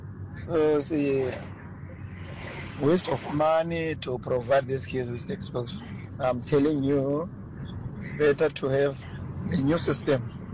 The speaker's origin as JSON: {"language": "English", "town": "Langa", "region": "Western Cape", "country": "South Africa", "said": "from Langa."}